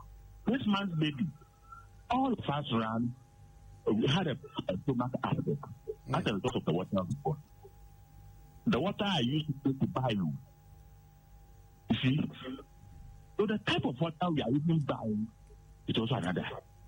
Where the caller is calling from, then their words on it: Greater Accra, Ghana; I'm calling from Community 25.